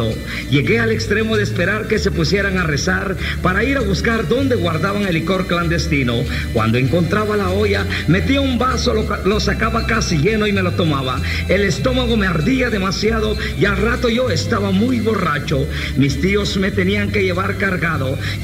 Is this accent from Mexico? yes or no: no; Guatemala City, Guatemala Department, Guatemala; also born or lived in Santa Cruz del Quiché, Guatemala; según me contaron que a los 2 meses de haber nacido, me trajeron a la capital de Guatemala.